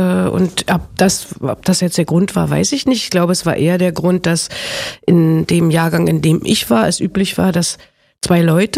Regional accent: Berlin, Germany; auf jeden Fall sind wir sehr nah voneinander und auch vom Stadion in der alten Försterei aufgewachsen.

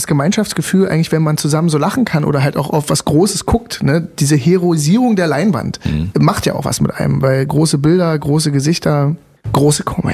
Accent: Germany; Und es lag halt nahe, weil Deutsch, ich bin Deutscher, ich kann mich so ausdrücken, ne?

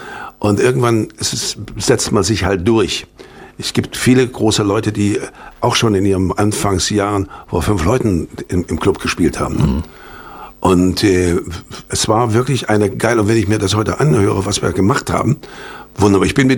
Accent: Germany; moved away; als ich abgehauen bin aus der DDR, mein erster Gang war aufs Konsulat

